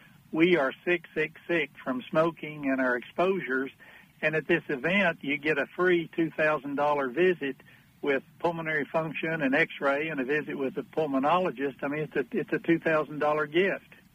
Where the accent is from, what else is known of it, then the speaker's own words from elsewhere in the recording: Rose Hill, Virginia, United States; born there; also born or lived in Jonesville, Virginia / Big Stone Gap, Virginia; I was born down in Rose Hill in Lee County, lived in Jonesville and Big Stone Gap. So, yeah, I have stomped the grass all over the hills and waysides over there